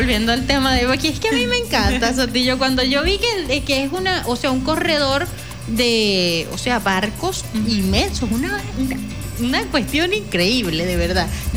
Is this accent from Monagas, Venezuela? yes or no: yes; Aguasay, Monagas, Venezuela; Yo soy de Aguasay.